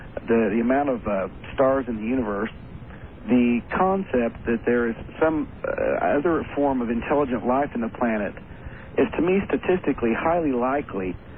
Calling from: Oklahoma City, Oklahoma, United States; I'm calling from Oklahoma City, Oklahoma.

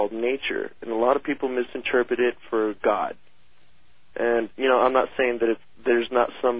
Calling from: Houston, Texas, United States; I'm from Houston, Texas.

